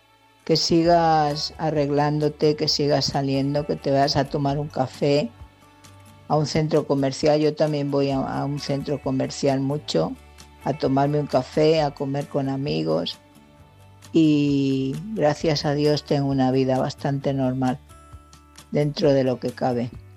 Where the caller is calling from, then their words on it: Leganés, Community of Madrid, Spain; corresponsal de Leganés.